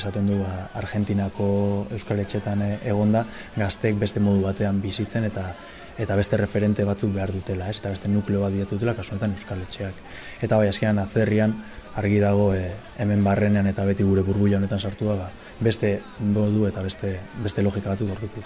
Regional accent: Bilbao, Basque Country, Spain; Herrian bizi gara, ni berez Bilbotarra naiz

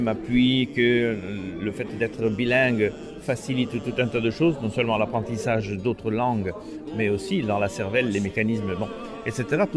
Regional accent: Corsica, France; first language Corsican; French is a second language; je parle le corse au quotidien, donc, dans mon village. C'est ma langue maternelle, j'y suis très attaché, mais je vois aussi l'évolution linguistique en Corse

